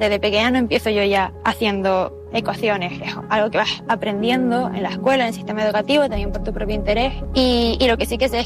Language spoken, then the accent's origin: Spanish; Lanzarote, Canary Islands, Spain; moved away as an adult; soy de Lanzarote y hice allí pues mi instituto y todo